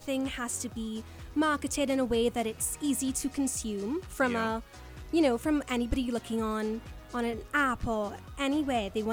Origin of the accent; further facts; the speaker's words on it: Trinidad & Tobago; I'm pop, but I'm from Trinidad.